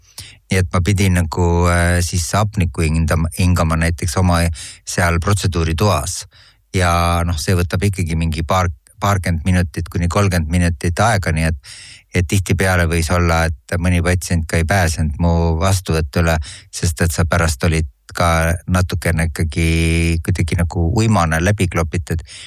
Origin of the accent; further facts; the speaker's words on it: Otepää, Valga County, Estonia; ma olen Otepäält pärit